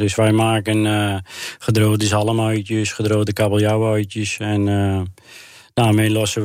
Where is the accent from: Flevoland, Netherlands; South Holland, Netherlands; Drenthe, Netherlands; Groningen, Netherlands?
Flevoland, Netherlands; Urk; ik ben 40 jaar, ik kom uit Urk.